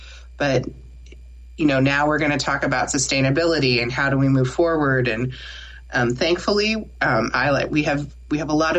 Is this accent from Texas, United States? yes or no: no; Nebraska, United States; I'm from Nebraska, and everyone goes, and Nebraska has a statewide network.